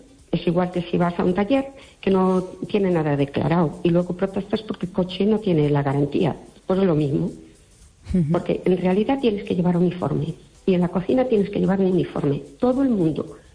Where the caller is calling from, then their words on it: Fene, Galicia, Spain; Hola, buenas noches